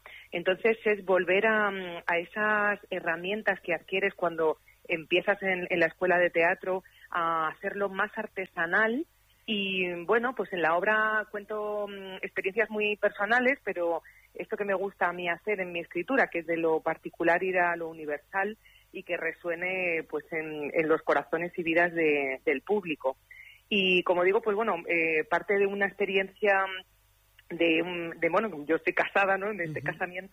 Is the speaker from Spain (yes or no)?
yes; Alcorcón, Community of Madrid, Spain; moved away; Estoy muy emocionada y feliz de poder ir ahí a Alcorcón, a mi tierra, donde vive toda mi familia y tengo mis recuerdos de infancia más bonitos.